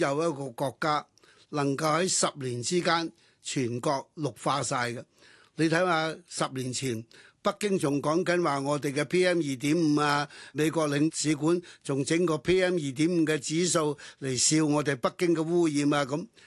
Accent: Hong Kong; 我是观察了这20点是作为一个香港人对国家观察的一些的微小的看法。

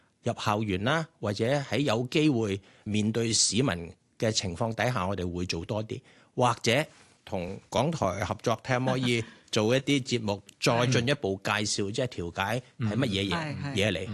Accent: China; 嗱，我絕對同意嘅，即係因為我哋中國人，我哋叫東方智慧係以和為貴啊嘛。

